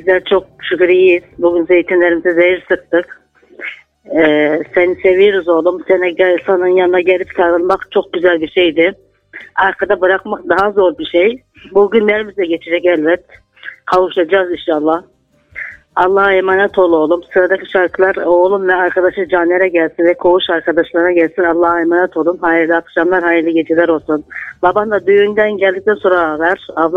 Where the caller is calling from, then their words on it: Ceyhan, Adana, Turkey; Ben Ceyhan'dan arıyorum.